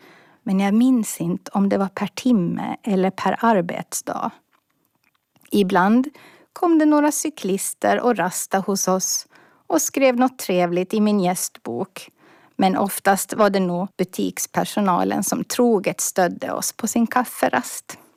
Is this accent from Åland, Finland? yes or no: yes; Åland, Finland; now in Stockholm, Sweden; och är född och uppvuxen på Åland men är bosatt i Stockholm